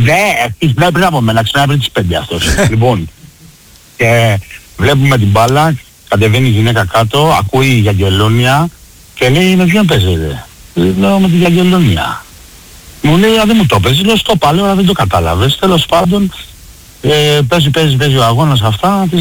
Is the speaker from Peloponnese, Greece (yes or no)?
no; Piraeus, Attica, Greece; moved away as an adult; now in Brisbane, Australia; Από Πειραιά είμαι, από Πειραιά είμαι.